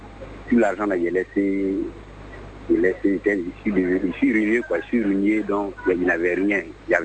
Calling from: Abidjan, Côte d’Ivoire; Actuellement, je suis à Abidjan.

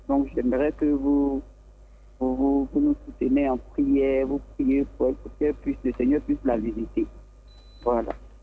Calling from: Abidjan, Côte d’Ivoire; je vous appelle de Yopougon.

